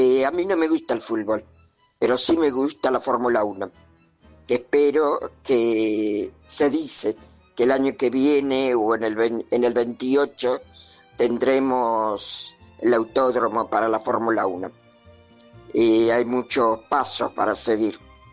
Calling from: Buenos Aires, Argentina; Bueno, no sé si dije que … de Balvanera, pero bueno.

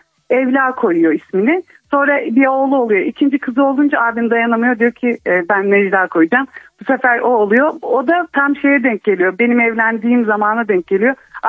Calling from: Kocaeli, Turkey; Ben Kocaeli'nden arıyorum.

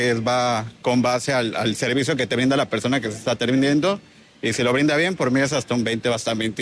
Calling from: Cancún, Quintana Roo, Mexico; También viajo a Cancún, vivo en Cancún

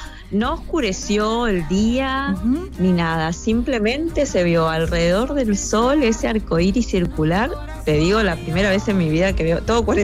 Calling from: Posadas, Misiones, Argentina; Posadas queda en Misiones y bueno, somos muy vecinos de Paraguay

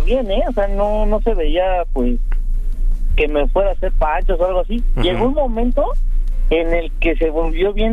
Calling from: Mexico City, Mexico; De acá, de la Gustavo Madero.

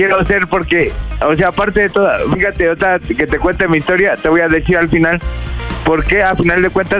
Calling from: Mexico City, Mexico; tengo 43 años y soy de la Ciudad de México, alcaldía Miguel Hidalgo.

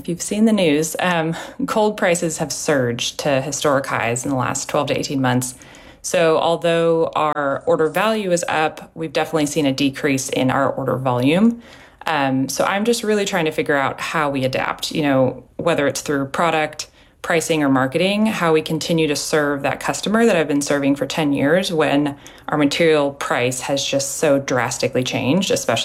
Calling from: Nashville, Tennessee, United States; I'm calling from Nashville, Tennessee.

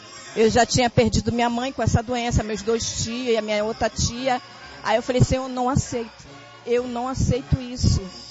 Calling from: Bom Sucesso, Brazil; Eu vim de Bom Sucesso

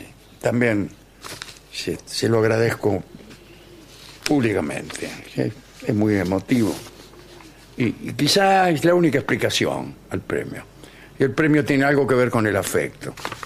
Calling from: La Plata, Buenos Aires Province, Argentina; … de La Plata. Soy docente en un instituto terciario

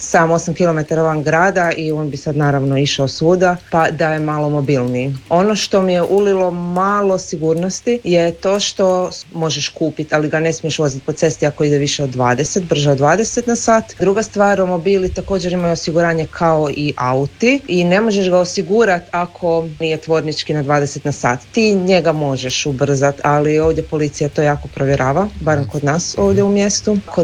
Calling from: Germany; kod nas u Njemačkoj.

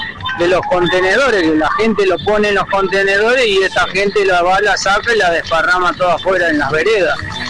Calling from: Morteros, Córdoba, Argentina; soy de Morteros.

